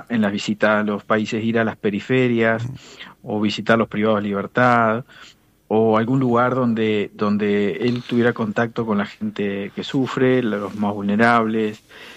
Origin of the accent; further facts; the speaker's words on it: Uruguay; nuestra historia como pueblo uruguayo